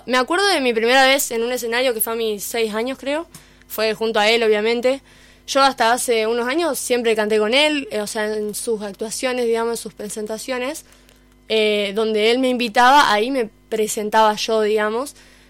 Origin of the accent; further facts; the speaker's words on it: Diamante, Entre Ríos, Argentina; estamos todos los diamantinos ahí